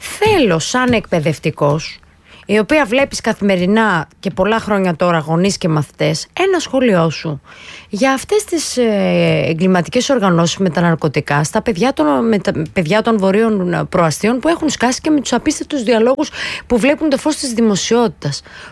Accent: Thessaloniki, Central Macedonia, Greece; Εγώ είμαι από τη Θεσσαλονίκη, ενώ τη μεγάλωσα εκεί, σπούδασα εκεί.

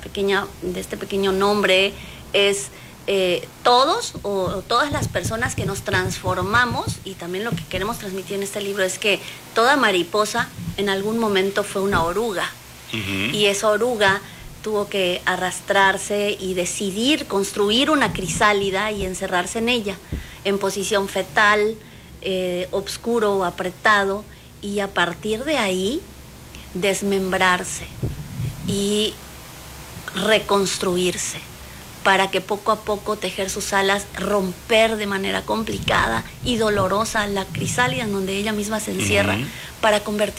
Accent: Paraguay; Entonces, bueno, yo como paraguaya, yo … Es en guaraní, es el idioma de mi país.

